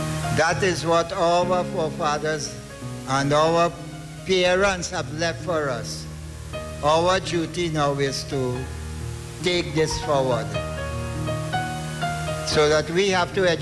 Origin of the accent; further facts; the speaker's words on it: Trinidad & Tobago; born there; But I am a Trinidadian. I was born here